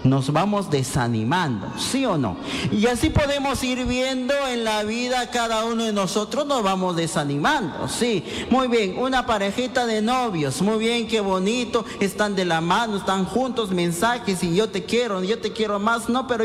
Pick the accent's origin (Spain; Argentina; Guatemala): Guatemala; Patzún, Chimaltenango; Yo soy de Pasún, Chimaltenango.